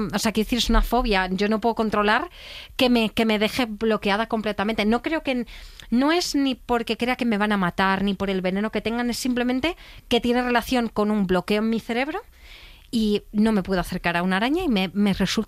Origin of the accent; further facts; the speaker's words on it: Costa Rica; Yo vengo de Costa Rica de ver arañas y a mí no se me